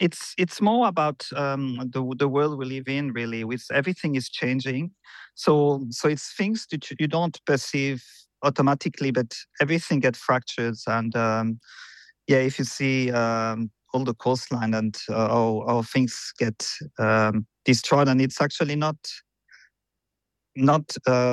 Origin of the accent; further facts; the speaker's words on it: Switzerland; moved away; I come from Switzerland originally.